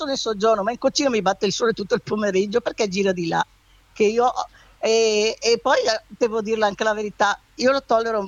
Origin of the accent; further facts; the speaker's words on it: Lombardy, Italy; born there; moved away; sono nata in montagna, che sono nata a Valcamonica anch'io, né? Io sono alla casa a 3 chilometri da Breno, né? Cemmo, l'hai sentita nominare?